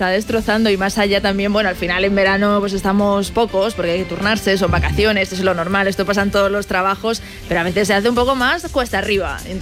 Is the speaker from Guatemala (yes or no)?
no; Málaga, Andalusia, Spain; now in La Rioja, Spain; yo soy de Málaga, y en Málaga no todos tenemos pueblos.